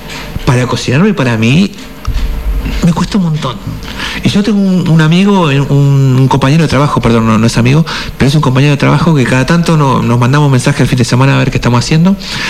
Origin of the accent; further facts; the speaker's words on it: Buenos Aires, Argentina; Yo nací en... Soy porteño de ley. Nací directamente en el centro de lo que es Buenos Aires.